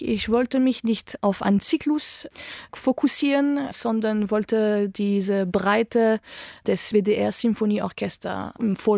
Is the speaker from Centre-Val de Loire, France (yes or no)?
yes; Chartres, Centre-Val de Loire, France; Ich bin in Chartres, in der Nähe von Paris, aufgewachsen und habe sehr, sehr viel Zeit in dieser schönen Kathedrale verbracht.